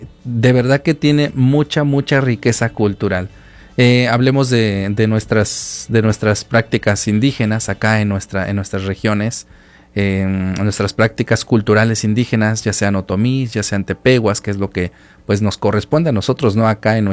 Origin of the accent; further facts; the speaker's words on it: Mexico; como los mexicanos lo decimos coloquialmente